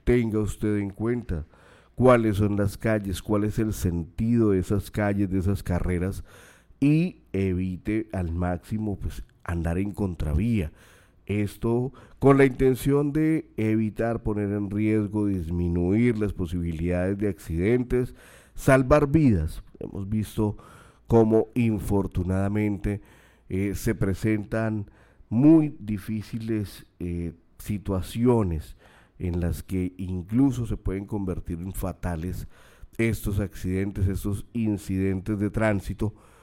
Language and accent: Spanish; Arauquita, Arauca, Colombia; nos una como arauquiteños, como colombianos